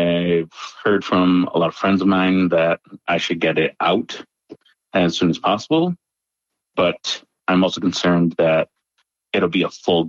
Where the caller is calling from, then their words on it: Milwaukee, Wisconsin, United States; I'm calling from Milwaukee, Wisconsin.